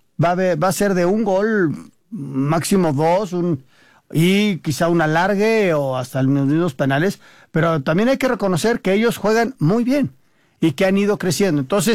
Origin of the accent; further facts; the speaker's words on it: Mexico; Y ojalá nosotros, como mexicanos, que gane México. Porque aparte estamos en casa.